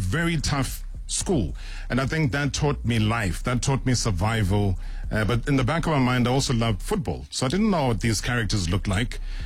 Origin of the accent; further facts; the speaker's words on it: Vryheid, KwaZulu-Natal, South Africa; born there; So, I was born in Vryheid.